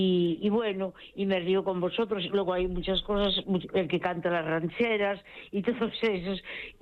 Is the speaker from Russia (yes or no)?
no; A Coruña, Galicia, Spain; born there; Nací en la Ciudad Vieja, aquí en La Coruña, y bueno, ¿y qué te iba a decir? Y yo ya soy mayor, aunque no lo parezca.